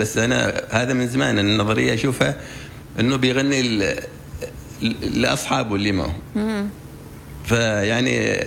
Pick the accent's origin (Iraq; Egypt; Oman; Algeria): Oman; accent: Omani; بنسمعها بلهجة عمانية؟ لا،